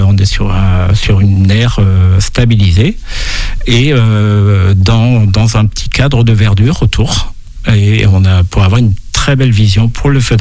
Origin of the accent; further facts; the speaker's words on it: Saint-Jean-de-Monts, Pays de la Loire, France; moi je suis natif de Saint-Jean-de-Mont